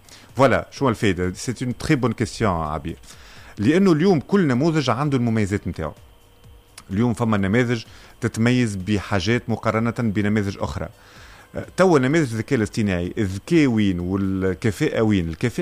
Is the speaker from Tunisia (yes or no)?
yes; Tunisia; كما نقولوا احنا تونسيه